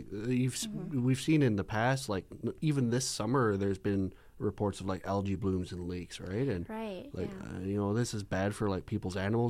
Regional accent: Hazelton, British Columbia, Canada; moved away as an adult; now in Prince George, Canada; Well, I'm from Hazleton originally, which is about 4.5 hours or so west of here. Grew up most of my life there. I moved out to Prince George in about 2005

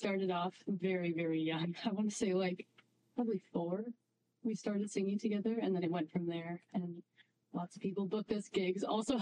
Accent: Prince George, British Columbia, Canada; I have lived here my whole life. I moved away for 1 year in grade 7 for some reason, but I've lived here my whole life.

